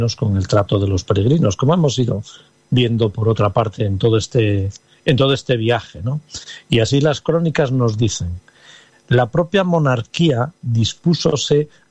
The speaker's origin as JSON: {"language": "Spanish", "country": "Spain", "said": "tenemos como españoles"}